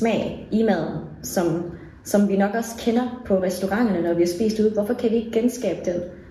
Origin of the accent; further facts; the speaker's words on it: Vietnam; Jamen, jeg er jo vietnameser, og der er ingen af os, der lever uden en fiskesauce.